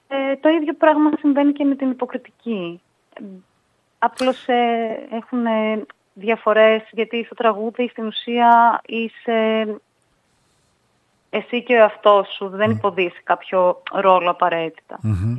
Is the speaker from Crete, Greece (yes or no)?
no; Thessaloniki, Central Macedonia, Greece; Γεννήθηκα και μεγάλωσα στη Θεσσαλονίκη.